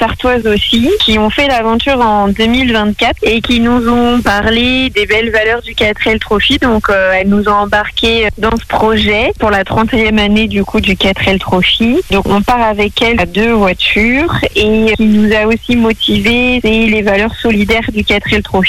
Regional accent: Pays de la Loire, France; On est toutes les deux originaires de la Sarthe.

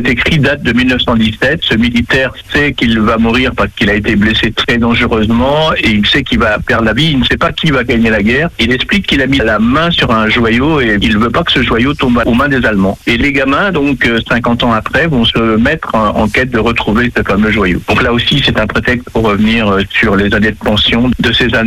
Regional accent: Tournai-sur-Dive, Normandy, France; Dans mon village natal de Tournay-sur-Dives.

